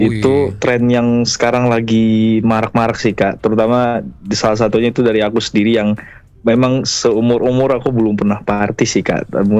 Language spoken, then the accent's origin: Indonesian; Padang, West Sumatra, Indonesia; moved away as an adult; now in Bandung, Indonesia; Saya kebetulan asli Padang kak.